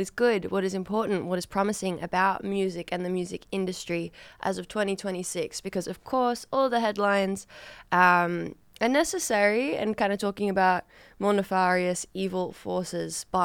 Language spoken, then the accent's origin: English; Australia; accent: Australian; if you cannot tell from my accent and my overall disposition, I'm Australian, I'm based in Australia, based in so-called Sydney, currently operating in FBI studios on unceded Gadigal land.